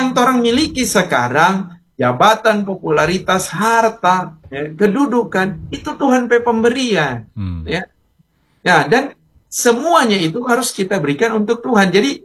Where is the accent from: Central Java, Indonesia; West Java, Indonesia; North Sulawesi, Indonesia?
North Sulawesi, Indonesia; Manado; Walaupun kita orang Manado, iya.